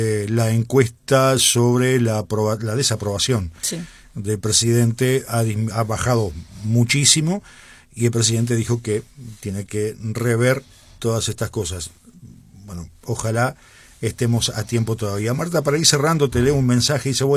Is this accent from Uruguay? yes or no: yes; Uruguay; Yo, como uruguayo